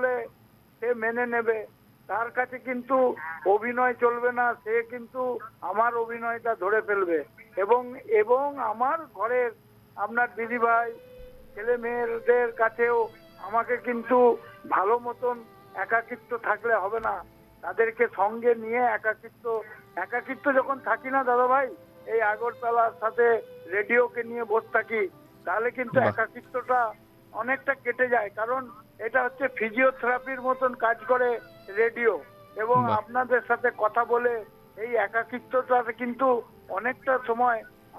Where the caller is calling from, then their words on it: Budbud, West Bengal, India; আমি পশ্চিমবঙ্গের পূর্ব বর্ধমান জেলার বুধবুর থেকে